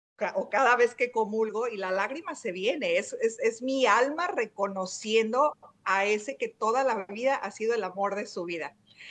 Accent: León, Guanajuato, Mexico; also born or lived in Puebla; yo soy de León, Guanajuato, yo me fui a vivir a estudiar a la Universidad a Puebla, regreso porque la verdad es que yo extrañaba muchísimo a mi mamá.

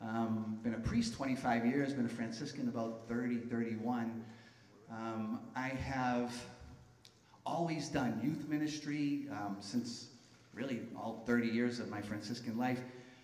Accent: Boston, Massachusetts, United States; moved away as an adult; I was in Boston. Boston's my hometown

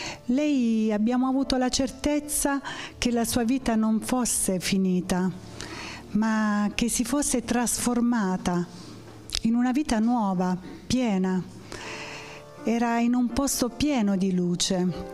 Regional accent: Calabria, Italy; io sono calabrese

